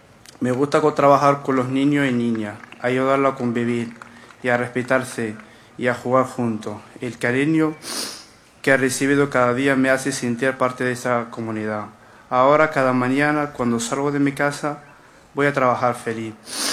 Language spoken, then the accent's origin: Spanish; Morocco; moved away as an adult; now in Canary Islands, Spain; soy de Marruecos y tengo 24 años. Llegué a las costas de Canarias en el año 2020, como tanto otros jóvenes. Dejé de mi hogar buscando una oportunidad